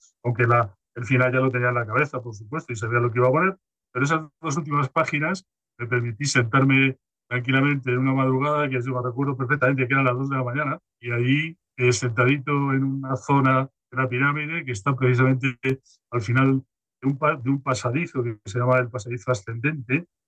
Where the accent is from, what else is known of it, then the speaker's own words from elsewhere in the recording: Canary Islands, Spain; accent: peninsular; porque yo soy canario, aunque tenga este acento peninsular, soy canario, pero soy de las islas.